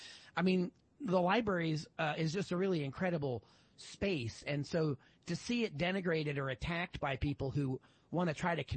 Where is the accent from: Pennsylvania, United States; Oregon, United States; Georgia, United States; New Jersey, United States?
Pennsylvania, United States; born or raised there